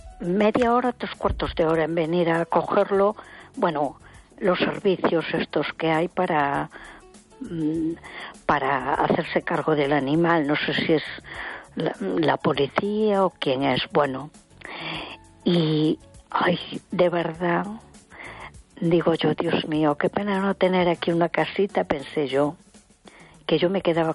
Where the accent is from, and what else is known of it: A Coruña, Galicia, Spain